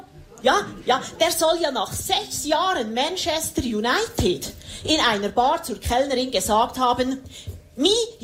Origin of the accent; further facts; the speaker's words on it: Switzerland; German is a second language; als Schweizerin ist Hochdeutsch eine schwierige Fremdsprache. Ich fühle mich da immer ein bisschen ungelenk, Sie hören es ja.